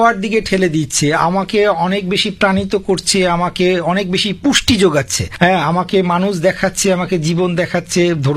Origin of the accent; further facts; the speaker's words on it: Nabagram, West Bengal, India; এটা হচ্ছে পঞ্চায়েত এলাকা, সেই নবগ্রাম পঞ্চায়েত এলাকায় আমার জন্ম, আমার বেড়ে ওঠা, আমি আজ 50 বছর বয়স পর্যন্ত ওখানেই আছি